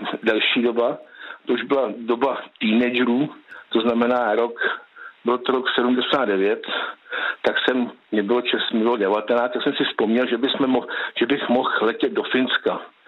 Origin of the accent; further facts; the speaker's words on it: Plzeň, Plzeň Region, Czechia; jsem z Plzně, můj otec pracoval ve Škodovce jako já celý život